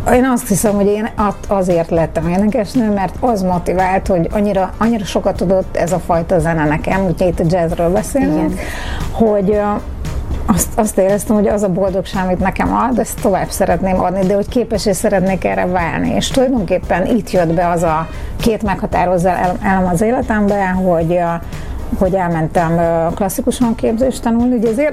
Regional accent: Budapest, Hungary; born there; Budapesten születtem

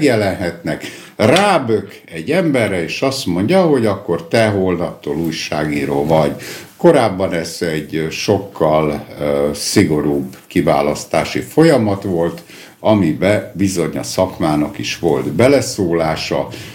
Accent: Mohács, Baranya, Hungary; born there; moved away; also born or lived in Moscow; Mohácson születtem, tehát vegyük úgy, hogy mohácsi, de miután 17 évet éltem Moszkvába, először azt mondták, hogy a mazoista, aztán azt mondták, hogy a moszkvai. Én most azt szoktam mondani, hogy a másik.

